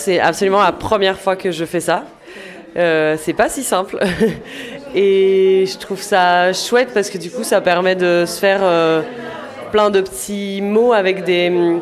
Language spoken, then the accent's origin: French; Belgium; je suis belge et en Belgique, les scouts, c'est pas du tout le même rapport qu'en France